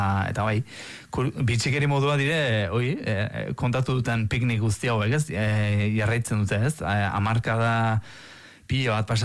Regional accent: Basque Country, Spain; Bai, hemen ondiz, Euskalduna gara, baino, hemen sortu gero baita

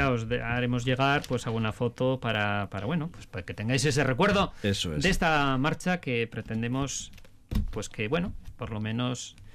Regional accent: Miñano, Basque Country, Spain; born there; de la zona de mi pueblo, de Miñano

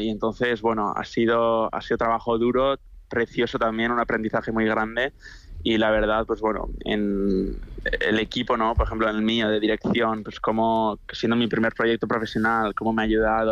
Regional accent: Navarre, Spain; Yo siendo navarro

